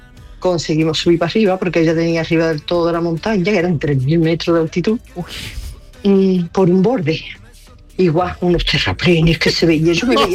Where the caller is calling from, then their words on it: Seville, Andalusia, Spain; de Sevilla.